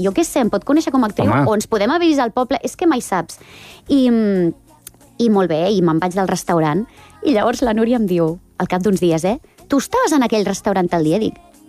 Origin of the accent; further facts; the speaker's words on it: Badalona, Catalonia, Spain; Soc del centre de Badalona, sí.